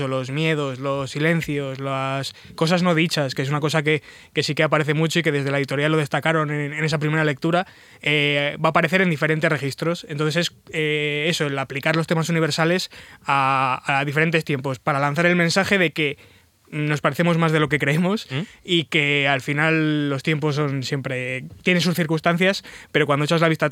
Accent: Soria, Castile and León, Spain; born there; moved away; el viernes fue en Soria, que es mi ciudad natal

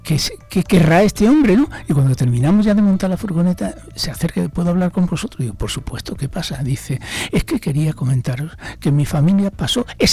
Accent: Cádiz, Andalusia, Spain; now in Zamora, Spain; soy de Cádiz.

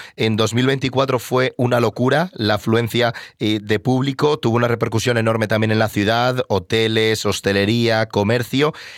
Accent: Valderas, Castile and León, Spain; Quesos Máncer, Valderas, León, mi pueblo.

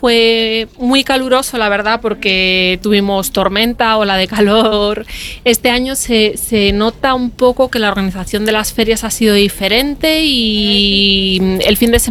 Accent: Granada, Andalusia, Spain; Mira, yo vengo de Granada y lo que trabajo es cerámica.

